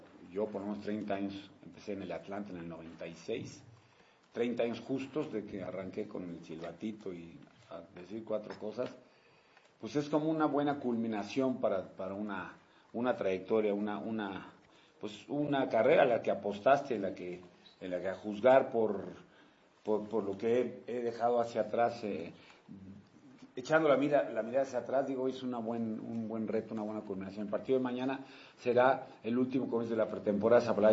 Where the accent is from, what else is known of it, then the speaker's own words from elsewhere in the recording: Mexico; Eso es, para mí como mexicano, no hay mayor... mayor goce o disfrute que representar tu país en algo